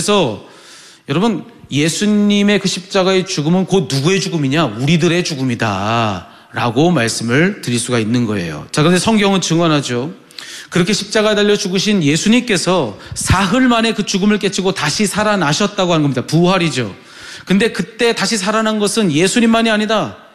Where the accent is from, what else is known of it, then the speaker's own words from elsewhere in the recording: South Korea; 내가 한국 사람이라는 것을